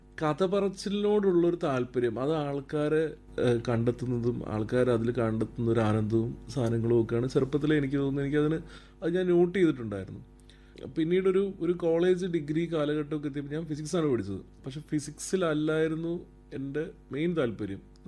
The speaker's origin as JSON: {"language": "Malayalam", "town": "Kozhikode", "region": "Kerala", "country": "India", "tie": "born or raised there", "said": "കോഴിക്കോട് ജനിച്ചു വളർന്നതിൻ്റെ ഒരു ഗുണം"}